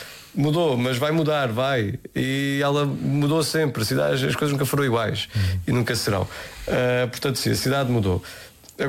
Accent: Entroncamento, Santarém, Portugal; born or raised there

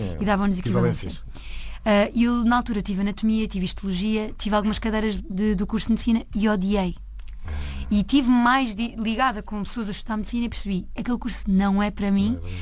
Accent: Azeitão, Setúbal, Portugal

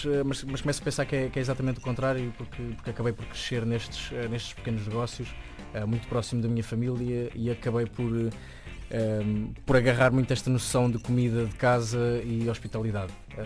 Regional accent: Lisbon, Portugal; born there; Os meus pais são minhotos, eu já nasci em Lisboa. Venho de uma família que veio muito cedo para Lisboa para trabalhar na restauração.

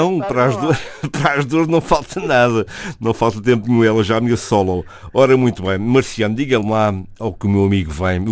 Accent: Ribatejo, Portugal; Eu também venho do Ribatejo

